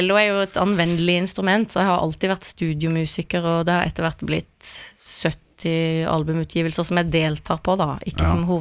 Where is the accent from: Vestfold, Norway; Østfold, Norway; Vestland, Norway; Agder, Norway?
Agder, Norway; Kristiansand; Ja, så begynte jeg å studere i Oslo allerede som 17-åring, så jeg flyttet jo hjemmefra fra Kristiansand til Oslo ganske tidlig.